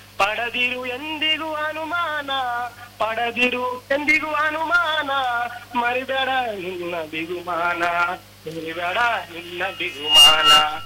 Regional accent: Bijapur district, Karnataka, India; moved away; ನಂದು ಬಿಜಾಪುರ ಡಿಸ್ಟಿಕ್, ಸಿಂಧಗಿ ತಾಲೂಕು, ಹಂಪುರ ಗ್ರಾಮ, ಬೆನ್ಕೋಟಿ LT. LT ಅಂದ್ರೆ ನಮ್ಮನೆ ಸ್ಥಳ

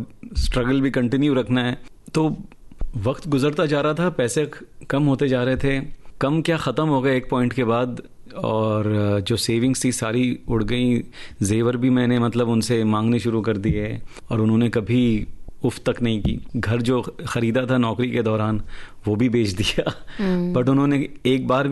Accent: Mumbai, Maharashtra, India; मैं मुंबई में पला बड़ा हूँ, मराठी बोल लेता हूँ

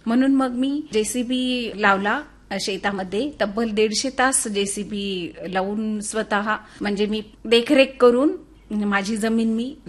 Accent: Udgir, Maharashtra, India; तशी मी मूळची लातूर जिल्ह्यामध्ये उदगीर तालुका येथे माझा जन्म झालेला आहे.

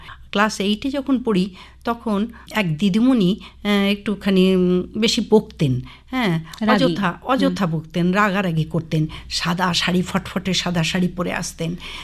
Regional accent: Kharagpur, West Bengal, India; born there; আমার জন্ম মেদিনীপুর জেলার খড়গপুর শহরে, বাবা রেলওয়ে চাকরি করতেন, রেল কোয়ার্টারেই আমার জন্ম।

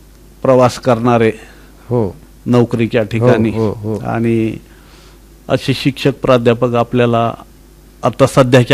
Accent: Beed, Maharashtra, India; moved away; also born or lived in Khalapuri; आम्ही खोकरमोला माझं बालपण व्यतीत झालेलं आहे.

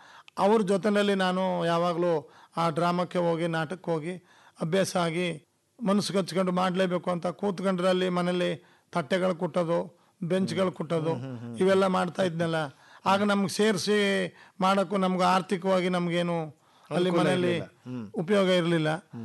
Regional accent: Kamaralli, Karnataka, India; ನಮ್ಮದು ಕಮರಳ್ಳಿ, ಗುಂಡ್ಲುಪೇಟೆ ತಾಲೂಕು, ಬೇಗೂರು ಹೋಬಳಿ.

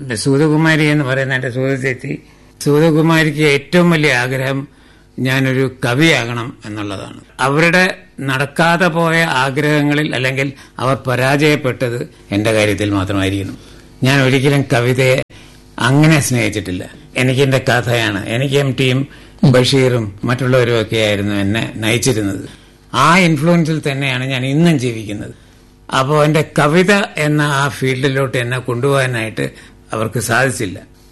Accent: Kerala, India; ഒരു തമിഴ് കുടുംബത്തിൽ ജനിച്ച് ഞാൻ മലയാളിയായി വളർന്നതും.

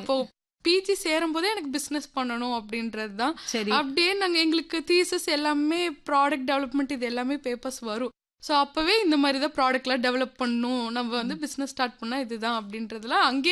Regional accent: Vellakoil, Tamil Nadu, India; born there; also born or lived in Tiruchengode; நான் பிறந்த ஊர் வந்து வெள்ளக்கோயிலுங்க. ஸ்கூல் எல்லாமே வந்து எஸ்கேவில படிச்சேன், திருச்செங்கோடுங்க. காலேஜ் வந்து அவினாசிலிங்கம் காலேஜ்ல படிச்சேங்க. யூஜி பிஜி ரெண்டுமே வந்து நான் அவினாசிலிங்கம்ல தான் படிச்சேங்க.

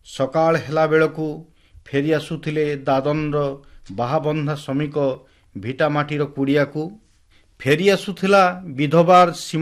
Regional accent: Sonepur, Odisha, India; born there; ମୁଁ ସୋନପୁରର ଗୋଟେ ଗାଁରେ ଜନ୍ମ ଏବଂ ସୋନପୁର ହେଉଛି ଭୀମଭୋଇଙ୍କର ଗୋଟେ ସାଧନାସ୍ଥଳୀ

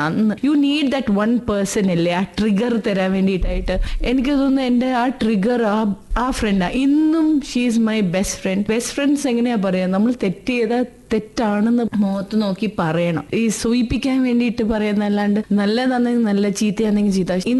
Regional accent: Firozpur, Punjab, India; born there; അച്ഛൻ ആർമി ഓഫീസറായിരുന്നു. ഞാൻ ജനിച്ചത് പഞ്ചാബ് ഫിറോസ്പൂരിൽ.

